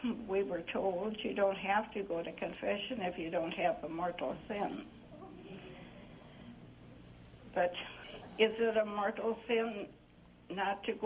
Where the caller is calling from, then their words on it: Minnesota, United States; Minnesota.